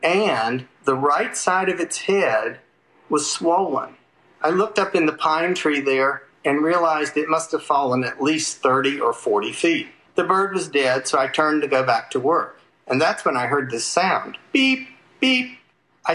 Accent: Houston, Texas, United States; I'm from Houston, Texas.

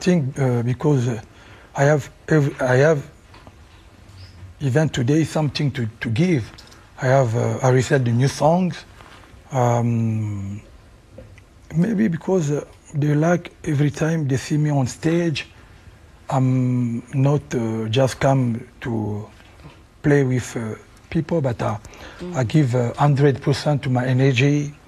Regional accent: Kinshasa, DR Congo; English is a second language; moved away as an adult; also born or lived in Paris; I grew up in Kinshasa, mm-hmm. and I go to Paris when I was, used to be a little bit, you know, like 20, mm-hmm. 19, 20. Mm-hmm. So I have both culture. No, Congolese culture and Rumba music.

